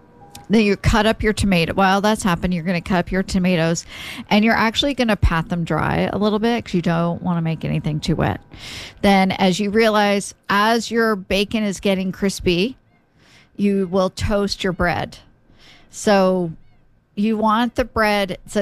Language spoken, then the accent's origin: English; Oklahoma, United States; now in New Jersey, United States; growing up in Oklahoma, I ate BLTs, I love BLTs, but I did not really know what a real BLT was until I moved to Jersey